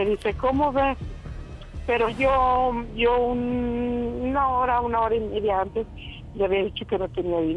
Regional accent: San Luis Potosí, Mexico; Tengo 49 años, soy de San Luis Potosí.

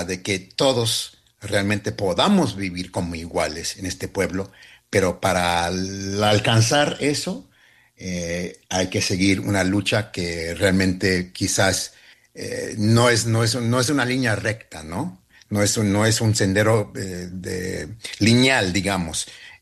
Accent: El Salvador; Yo soy salvadoreño mexicano.

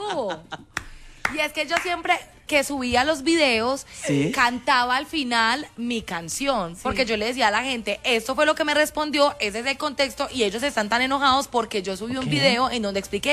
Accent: Colombia; A ver, yo amo Colombia, yo soy colombiana.

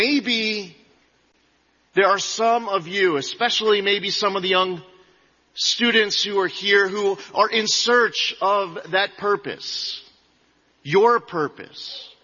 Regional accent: United States; I'm an American first. I'm a proud Jew.

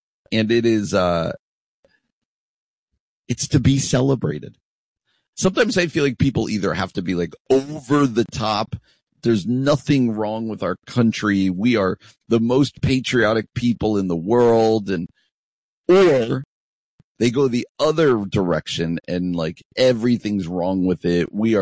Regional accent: New Jersey, United States; I grew up in New Jersey. I grew up on the East Coast.

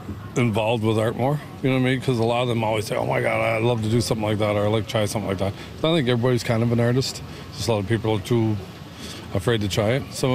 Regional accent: Miramichi, New Brunswick, Canada; I'm from Miramichi, and I've been in art for probably about 30 years

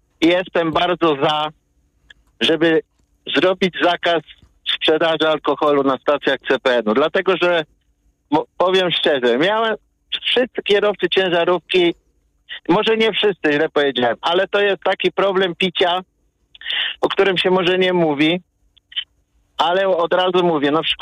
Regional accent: Piotrków Trybunalski, Łódź Voivodeship, Poland; Odkąd zrobili zakaz, jestem z Piotrkowa, prohibicja tam była.

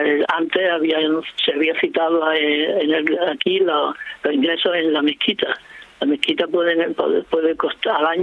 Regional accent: Córdoba, Andalusia, Spain; Yo que soy de Córdoba, ¿quién puede poner un precio a la mezquita de Córdoba?

